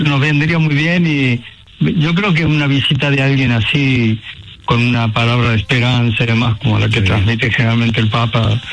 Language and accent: Spanish; Córdoba, Argentina; Arquidiócesis de Córdoba, ¿viste? Siendo yo tan cordobés.